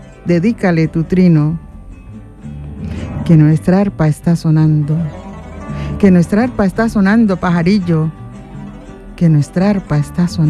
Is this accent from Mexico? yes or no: no; Colombia; now in Spain; mi Colombia